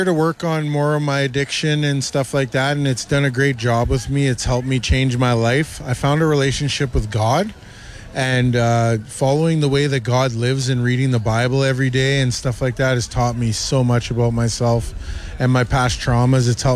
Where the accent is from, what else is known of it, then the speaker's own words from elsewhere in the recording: Winnipeg, Manitoba, Canada; I grew up in the North End here, not too far from here, on 1020 Main. I grew up really close to here. So I actually went to Sisler High School